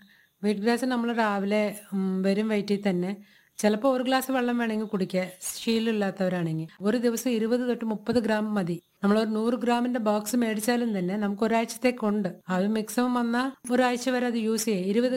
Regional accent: Andhra Pradesh, India; Malayalam is a second language; moved away as an adult; now in Kerala, India; ഞാൻ ആന്ധ്രയിൽ ജനിച്ചിട്ടുണ്ട്, ആന്ധ്രയിൽ വളർന്നിട്ടുണ്ട്, തമിഴ്നാട്ടിൽ പോവാറുണ്ട്.

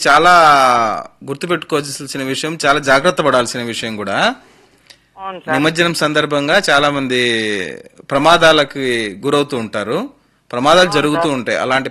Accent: Chennampalli, Andhra Pradesh, India; మా స్వగ్రామం ఇక్కడే అండి, పక్కనే చెన్నంపల్లి గ్రామం, అది అనంతపురం దగ్గర ఉంటుంది.

